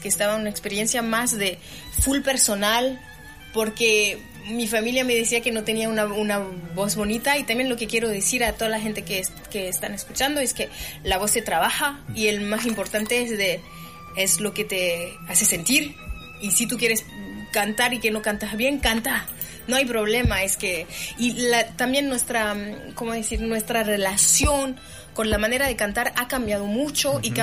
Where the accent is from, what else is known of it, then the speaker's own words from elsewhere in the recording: Algeria; Y es diferente porque en Argelia somos africanos, no somos árabes.